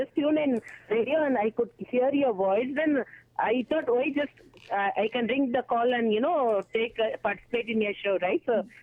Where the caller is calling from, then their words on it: India; calling from Bellary Katpadi.